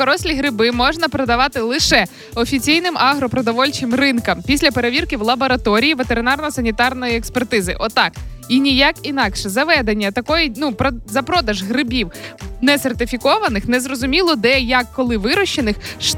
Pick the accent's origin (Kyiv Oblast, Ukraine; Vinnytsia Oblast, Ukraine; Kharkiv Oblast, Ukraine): Kyiv Oblast, Ukraine; moved away; я виросла в Чорнобильській зоні